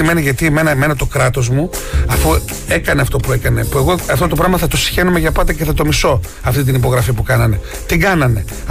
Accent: Stagira, Central Macedonia, Greece; Είμαι και από τα Στάγερα.

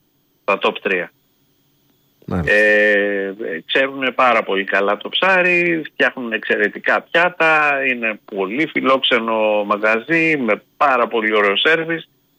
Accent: Preveza, Epirus, Greece; επειδή εγώ είμαι από την Πρέβεζα

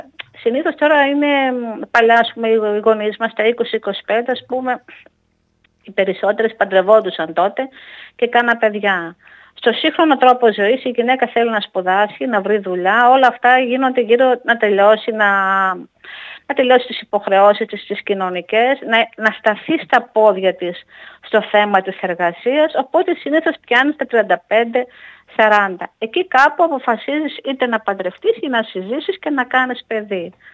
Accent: Kilkis, Central Macedonia, Greece; είμαι και πόντι από την περιά του μπαμπά, είμαι από το Κιλκής, ο μπαμπάς μου ήταν από το Κιλκής.

